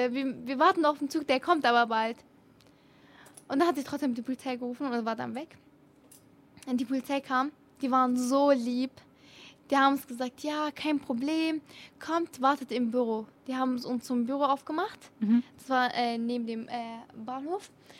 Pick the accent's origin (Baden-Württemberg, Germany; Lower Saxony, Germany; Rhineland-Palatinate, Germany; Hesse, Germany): Baden-Württemberg, Germany; Filderstadt; also born or lived in Syria; Ja, das ist meine Heimat. Ja, Ich lebe da auch check. seit so 10 Jahren. Ja. Und ja, deswegen. Also ich habe auch mehr Erinnerungen hier in Deutschland als in Syrien